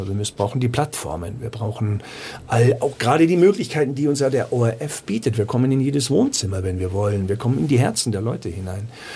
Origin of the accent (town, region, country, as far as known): Munich, Bavaria, Germany; now in Austria